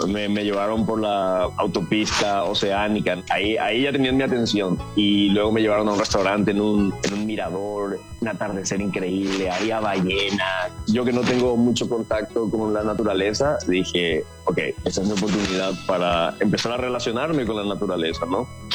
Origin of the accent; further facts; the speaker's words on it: Asunción, Paraguay; moved away as an adult; now in Mexico; Yo soy de Asunción, Paraguay. y llegué a México hace muchos años a estudiar aquí. Me dieron una beca y ya me quedé.